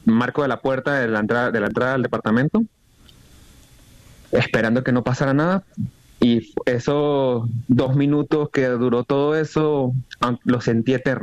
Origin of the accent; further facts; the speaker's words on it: Socopó, Barinas, Venezuela; now in Caracas, Venezuela; yo soy de un pueblo que se llama Socopón. Yo no soy de Caracas, yo vine acá a poder ejercer mi carrera.